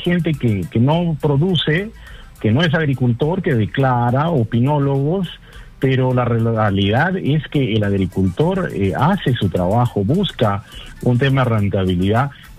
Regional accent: Peru; Somos peruanos

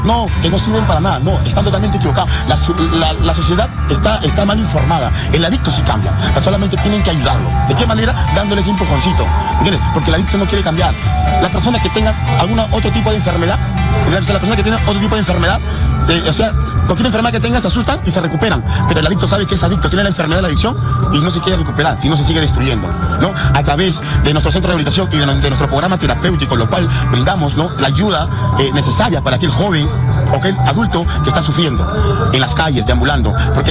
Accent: Huaral, Lima, Peru; Un huaralino como yo

